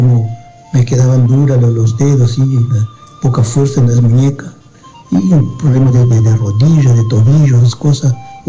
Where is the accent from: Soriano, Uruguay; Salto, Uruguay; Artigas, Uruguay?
Artigas, Uruguay